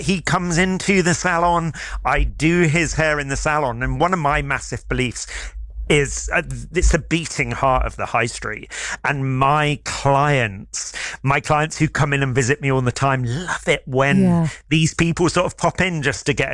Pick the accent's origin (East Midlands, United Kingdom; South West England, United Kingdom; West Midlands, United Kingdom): South West England, United Kingdom; moved away as an adult; now in London, United Kingdom; I was brought up down in Somerset. I trained in Somerset.